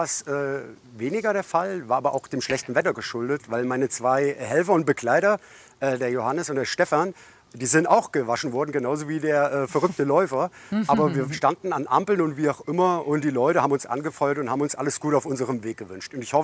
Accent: Fulda, Hesse, Germany; Geheiß des St. Bonifatius das Kloster Fulda gegründet. Mehr oder weniger den Grundstein gelegt für meine Heimatstadt.

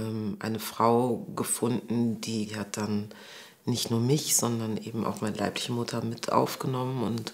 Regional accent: Essen, North Rhine-Westphalia, Germany; born there; Also ich bin ja 1983 in Essen geboren. Meine Mama ist Kongolesin, mein Papa ist Sudanese.

